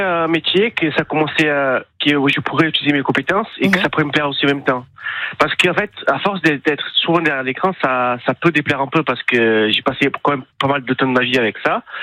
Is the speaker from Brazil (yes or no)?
yes; Brazil; now in France; c'est parce qu'on est venu du Brésil. Et aujourd'hui, en fait, je vis dans un pays merveilleux comme la France